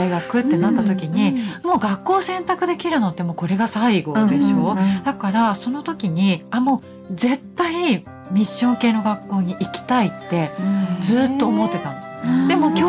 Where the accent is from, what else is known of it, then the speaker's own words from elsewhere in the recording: Chiba, Japan; born there; 私は本当に千葉県の片田舎で生まれて、うん、それで両親も仏教徒だし